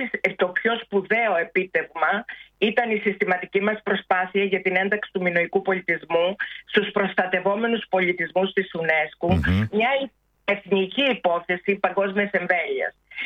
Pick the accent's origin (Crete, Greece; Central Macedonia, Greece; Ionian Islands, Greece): Crete, Greece; Garipa; με γνωρίζει ο κόσμος, είμαι η πρόεδρος της Παγκριτίου, είμαι από το Ηράκλειο της Κρήτης, από κάποιο συγκεκριμένο χωριό το που λέγεται Γαρίπα.